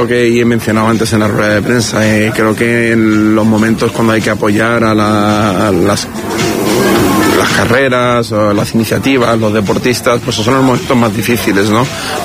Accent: Marbella, Andalusia, Spain; Somos de Marbella, estamos orgullosos de decir que somos empresarios marbellís, maragueños, andaluces, ¿no?

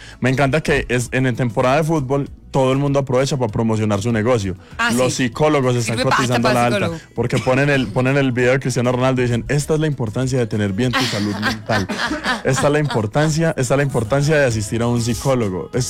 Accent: Colombia; Cualquiera de nosotros como colombiano dice, es cierto.

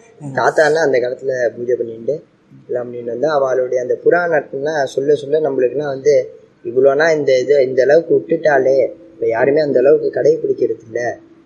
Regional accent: Delhi, India; நான் டெல்லி.

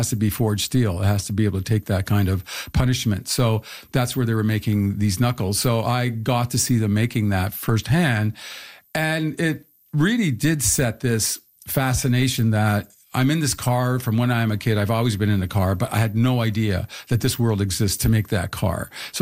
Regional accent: St. Catharines, Ontario, Canada; Well, when I was there, my father worked in the engine block and also doing some welding as well.

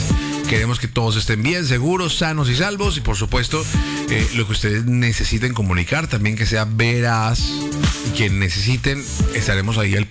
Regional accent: Colombia; Abrazarnos unos a otros y levantarnos una vez más como los colombianos guerreros que somos.

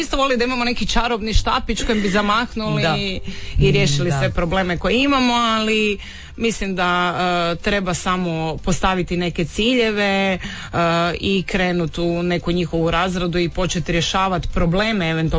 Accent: Zagreb, City of Zagreb, Croatia; now in Rijeka, Croatia; ja sam rođena Zagrepčanka sa riječkom adresom posljednjih 16 godina i Rijeka me osvojila upravo sa tom svojom autentičnošću

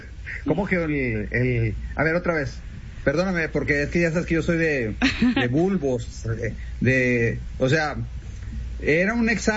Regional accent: Monclova, Coahuila, Mexico; moved away; Saludos desde Monclova, Coahuila, mi tierra. Vine acá a pasar las vacaciones. Por cuestiones familiares estamos transmitiendo desde acá

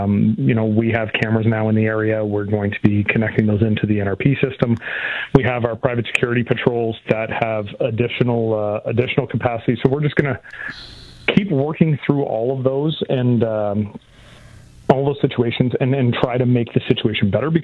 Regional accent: Nova Scotia, Canada; moved away; I'm from Nova Scotia, and so, like, that's where I was originally born. My dad was in the Navy, so that's how I wound up out there

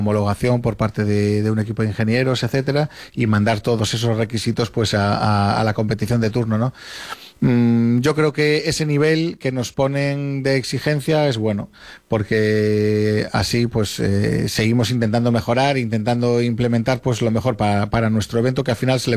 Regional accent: Spain; somos españoles

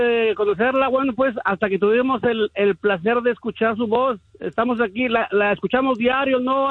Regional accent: Nezahualcóyotl, State of Mexico, Mexico; mis dos jefes son de Tonaya, Jalisco, de Amacotitlán, y yo soy originario de Nezahualcóyotl, de Ciudad de Nesa.

